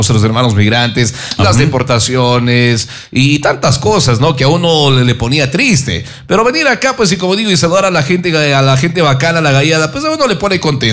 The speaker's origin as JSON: {"language": "Spanish", "country": "Ecuador", "said": "yo soy ecuatoriano."}